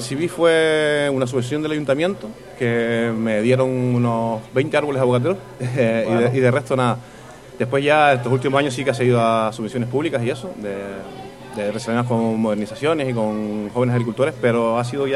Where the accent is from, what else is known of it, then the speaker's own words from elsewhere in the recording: Los Realejos, Canary Islands, Spain; yo soy de Los Realejos realmente, y como la familia se ha tenido cierta tradición de cultivar, no profesionalmente, pero sí que se han tenido sus parcelitas, siempre se ha sembrado.